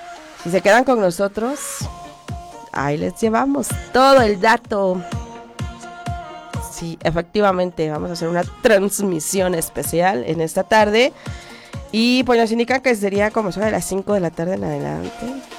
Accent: Oaxaca, Mexico; soy costeña, aunque no lo crean. Por mis venas corren sangre de costeñas mixtecas

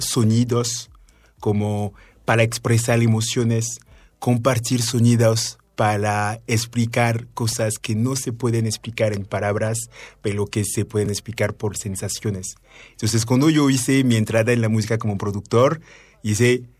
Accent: France; born there; Spanish is a second language; moved away; papás nacieron en Camerún, y ahí hay como varias etnias, como más de 200. Y emigraron a Francia, donde yo nací.

